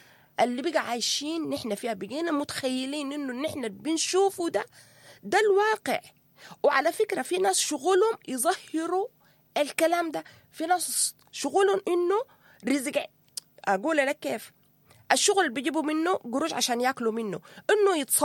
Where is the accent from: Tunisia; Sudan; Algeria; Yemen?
Sudan; احنا كمجتمع سوداني